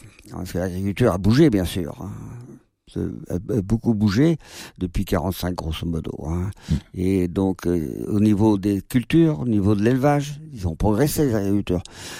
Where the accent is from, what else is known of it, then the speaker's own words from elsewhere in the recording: Les Herbiers, Pays de la Loire, France; chez nous, aux Herbiers